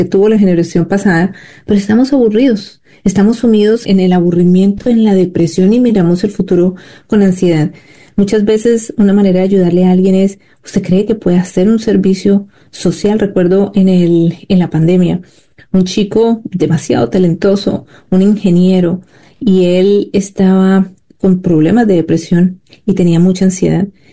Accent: Colombia; parte de mi familia es católica. Mi padre era cantante, muy conocido en mi país, en Colombia.

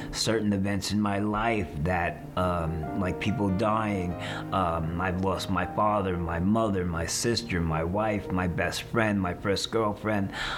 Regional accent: Long Island, New York, United States; also born or lived in Mexico City; My adopted parents brought me to New York, where they made their home. I grew up on Long Island, went to Catholic school, Catholic boarding school, was raised Roman Catholic.

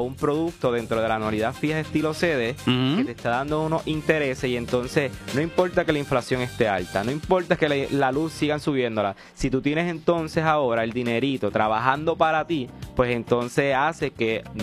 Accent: Puerto Rico

